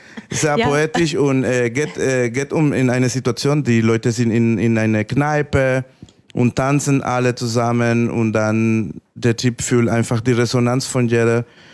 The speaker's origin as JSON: {"language": "German", "country": "Nicaragua", "second_language": "German", "moved": "yes", "lives_now": "Germany", "said": "ich komme aus Nicaragua und Lateinamerika"}